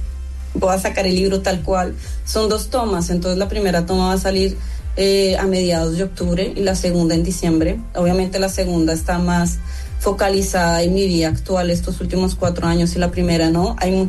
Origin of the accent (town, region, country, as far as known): Colombia; moved away